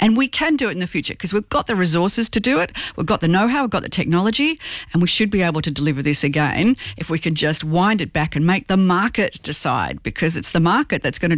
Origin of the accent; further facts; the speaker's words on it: Victoria, Australia; I'm from Victoria, where, you know, our prosperity.